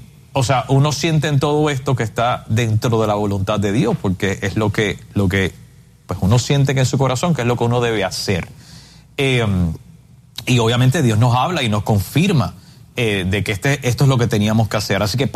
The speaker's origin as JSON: {"language": "Spanish", "country": "Puerto Rico", "moved": "yes", "said": "como los dos somos de Puerto Rico"}